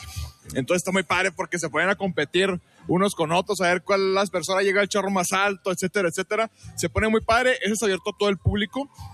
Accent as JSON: {"language": "Spanish", "country": "Mexico"}